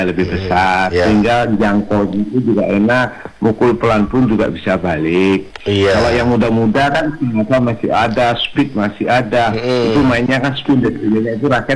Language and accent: Indonesian; Batam, Riau Islands, Indonesia; saya sebagai warga Batam